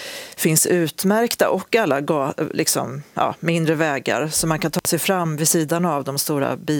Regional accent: Osebol, Värmland, Sweden; det är ju landskapet där jag växte upp då i norra Värmland.

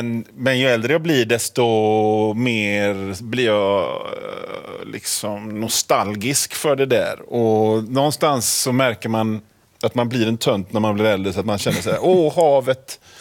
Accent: Hönö, Västra Götaland County, Sweden; born there; Jag är född alltså, i Göteborgs norra skärgård. Så finns det en kommun som heter Öckre kommun. Och då ingår en massa öar i den kommunen. Och en av de öarna är Hönö.

